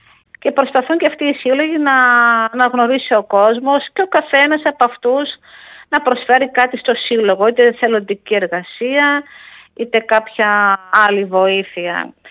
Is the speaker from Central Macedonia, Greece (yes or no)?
yes; Kilkis, Central Macedonia, Greece; είμαι και πόντι από την περιά του μπαμπά, είμαι από το Κιλκής, ο μπαμπάς μου ήταν από το Κιλκής.